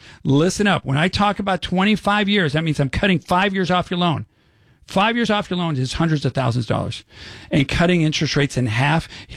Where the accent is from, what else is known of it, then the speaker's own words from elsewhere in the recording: San Fernando Valley, California, United States; I was brought up in the Valley.